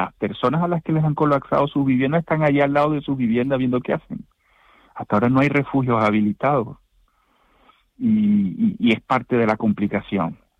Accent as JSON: {"language": "Spanish", "country": "Venezuela", "moved": "yes"}